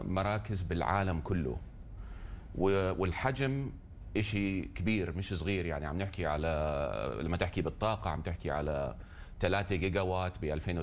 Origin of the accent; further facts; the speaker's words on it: Saudi Arabia; وطبعا عندنا شغلة بالسعودية العالم كله ما عندها